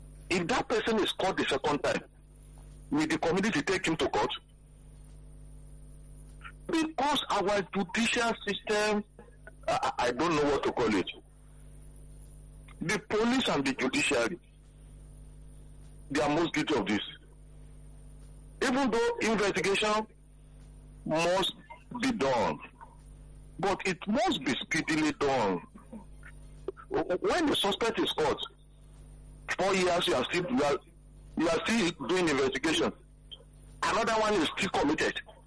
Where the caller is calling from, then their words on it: Ikeja, Lagos, Nigeria; I'm calling from Ifeja.